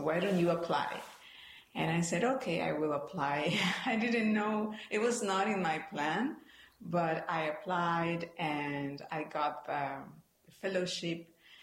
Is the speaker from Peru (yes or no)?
yes; Peru; moved away as an adult; now in Capital Region, New York, United States; I am originally from Peru. I am Spanish professor at Siena University. I lived in the U.S. for almost 30 years.